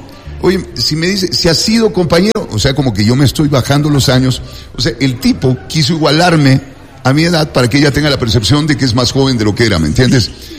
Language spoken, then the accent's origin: Spanish; Quito, Pichincha, Ecuador; now in Cuenca, Ecuador; Y la verdad, yo viviendo en Cuenca sí me doy cuenta que los quiteños cantamos. Yo no, porque yo no tengo acento quiteño. Yo tengo un mix de dónde he vivido, de la familia que tengo, porque tengo familia tanto costeña como serrana.